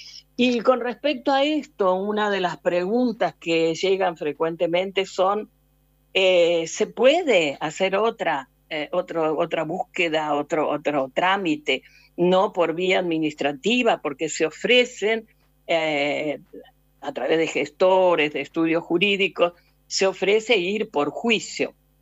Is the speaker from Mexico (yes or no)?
no; Argentina; así como lo hacemos en Argentina, siendo ciudadanos argentinos, tenemos que hacerlo también en Italia